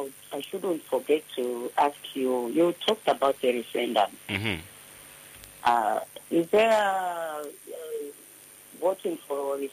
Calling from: Lusaka, Lusaka Province, Zambia; calling you from Lusaka Central.

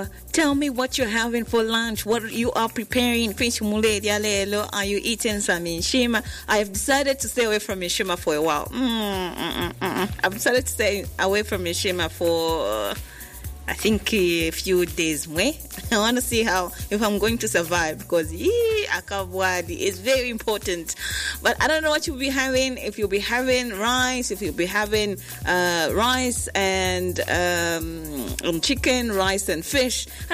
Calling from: Lusaka Province, Zambia; from Chipata Compound.

